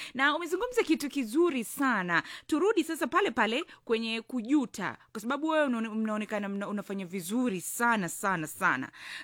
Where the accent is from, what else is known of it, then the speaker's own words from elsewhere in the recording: Arusha, Tanzania; born there; Najua mimi nimezaliwa Mianzini hapo.